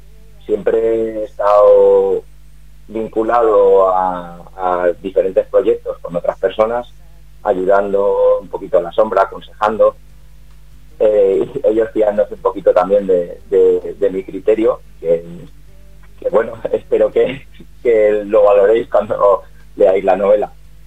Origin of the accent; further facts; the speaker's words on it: Valladolid, Castile and León, Spain; born there; also born or lived in Guijuelo; nací en Valladolid, a todo el mundo que me pregunta siempre me dice, no, ¿tú de dónde eres? Tal, porque pues eso, cuando vas moviéndote por los diferentes sitios, siempre digo, no, yo soy de Guijuelo